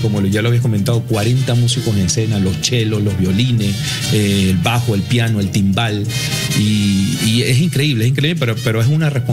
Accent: Venezuela; como yo soy venezolano

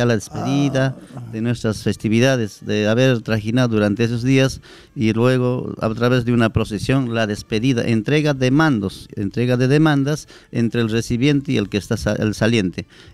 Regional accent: San Jerónimo district, Cusco, Peru

